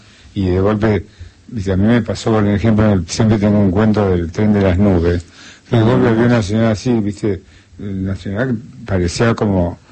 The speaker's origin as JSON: {"language": "Spanish", "town": "Tostado", "region": "Santa Fe", "country": "Argentina", "said": "yo soy de Tostado, o sea que también soy"}